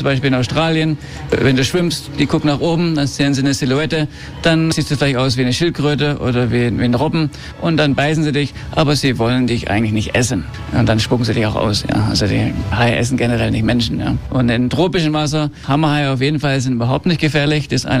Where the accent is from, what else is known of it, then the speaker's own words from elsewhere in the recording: Ibiza, Balearic Islands, Spain; Genau, ich bin in Ibiza geboren und aufgewachsen. Ich habe noch nie in Deutschland gelebt, aber meine Eltern kamen aus Stuttgart.